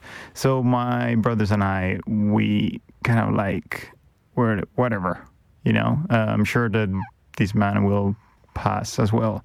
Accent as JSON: {"language": "English", "town": "Madrid", "region": "Community of Madrid", "country": "Spain", "tie": "born or raised there", "second_language": "English", "moved": "as an adult", "said": "I grew up in Madrid, and I started journalism in Madrid."}